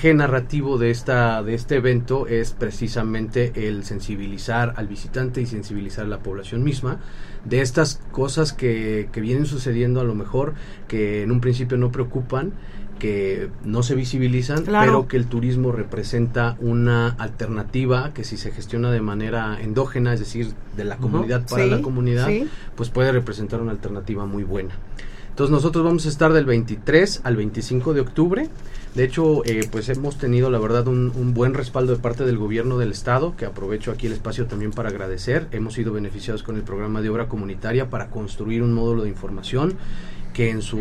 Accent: Ajalpan, Puebla, Mexico; yo soy ciudadano de Ajalpan

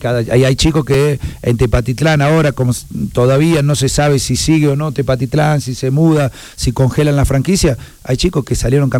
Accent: Argentina; moved away as an adult; now in Mexico; yo soy extranjero, soy argentino

